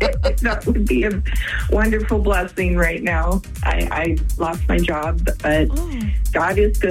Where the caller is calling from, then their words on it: Fife, Washington, United States; Fife, Washington.